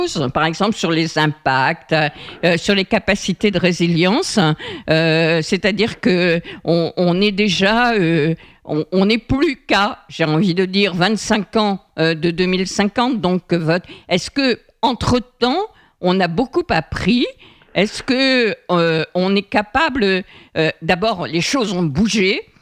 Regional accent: Occitanie, France; chez nous, dans le Languedoc-Roussillon.

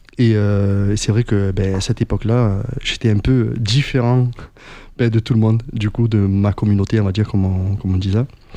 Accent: Sète, Occitanie, France; je viens de Sète. Et j'ai grandi toujours dans la musique.

